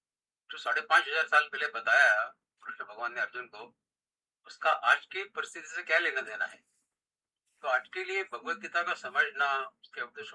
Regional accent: Indore, Madhya Pradesh, India; born there; moved away as an adult; also born or lived in Pune / Indonesia / Malaysia / Singapore; मेरा जन्म इंदौर में हुआ था

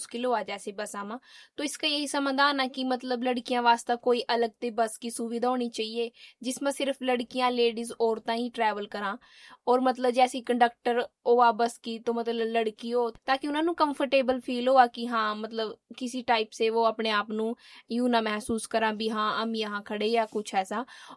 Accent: Fatehpur, Haryana, India; और हम फतेहपुर गांव में रहा, और जो मेरी स्टडी है वो मैंने प्लस टू नगला स्कूल, जो मेरे गांव के थोड़ी दूर था, वहां से करी।

